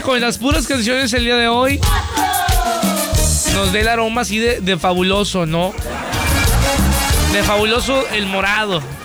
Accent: Montemorelos, Nuevo León, Mexico; Desde Montemorelos. Soy obligón, soy de Montemorelos.

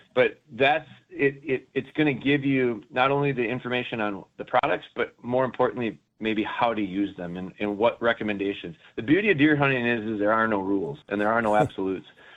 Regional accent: Rhinelander, Wisconsin, United States; I'm from Rhinelander, hence the name Hodag Outdoors. And so I kind of grew up there, and I'm 45 right now.

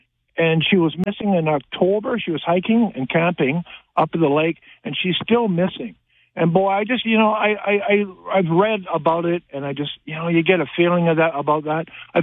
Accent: British Columbia, Canada; now in Alberta, Canada; I'm in Alberta now, but I was born and raised in Vancouver Island

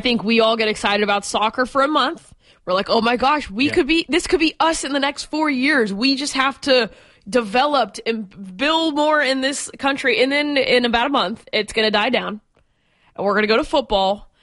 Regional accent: Texas, United States; Here I'm from Texas, where football is truly king.

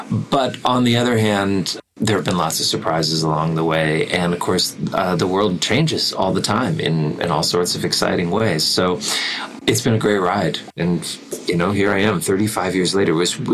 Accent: Canada; as a Canadian

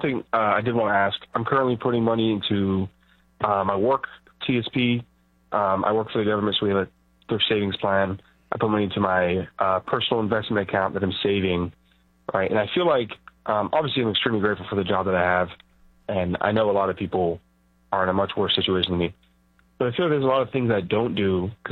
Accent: San Diego, California, United States; I'm from San Diego, California. I'm 24 years old

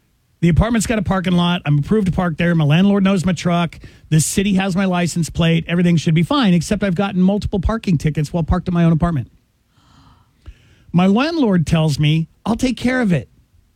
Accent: Denver, Colorado, United States; now in Dover, New Hampshire, United States; I grew up in Denver, right?

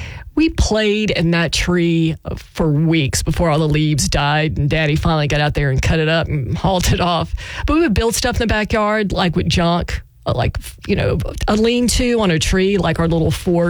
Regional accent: Zachary, Louisiana, United States; also born or lived in Baton Rouge; When I was really little, we lived in Baton Rouge. I grew up north of Baton Rouge in a town called Zachary. But we lived in Baton Rouge

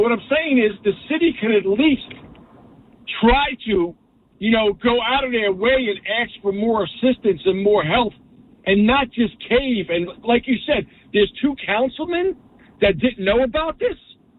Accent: New Jersey, United States; moved away as an adult; I love my home state of New Jersey. I was active duty for 26 years. I moved back here. I came back to New Jersey after I retired.

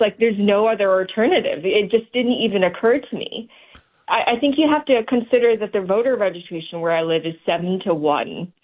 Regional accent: Sheffield, Yorkshire and the Humber, United Kingdom; now in United States; I'm from England, actually.

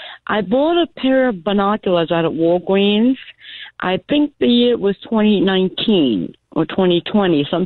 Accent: Manhattan, New York, United States; watching the moon from the FDR Drive ocean water since it's tiled off of 101st Street where we were growing up in Manhattan.

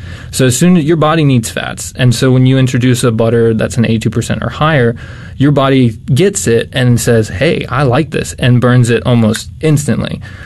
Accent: Ixtapa-Zihuatanejo, Guerrero, Mexico; now in United States; Correct. I'm from Mexico in a small town called Ixtapas y Huatanejo. It's on the Pacific coast.

